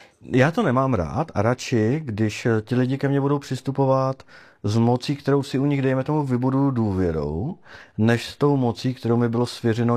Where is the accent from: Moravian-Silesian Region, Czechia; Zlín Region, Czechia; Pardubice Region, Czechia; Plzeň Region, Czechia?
Moravian-Silesian Region, Czechia; jak bych tak u nás na Bruntálsku řekli, na férovku, bez obalu